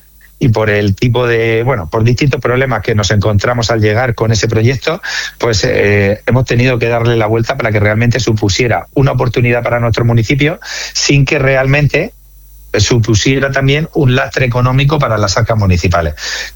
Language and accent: Spanish; Blanca, Region of Murcia, Spain; los blanqueños somos muy de Blanca